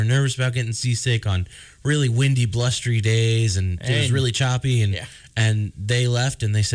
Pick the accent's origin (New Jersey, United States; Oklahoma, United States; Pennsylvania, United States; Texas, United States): Pennsylvania, United States; Erie; So I was born and raised here in Erie.